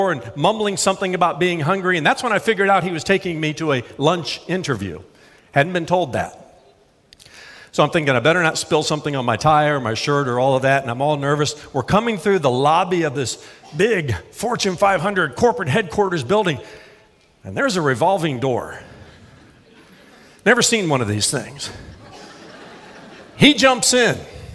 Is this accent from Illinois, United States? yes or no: no; Indiana, United States; born or raised there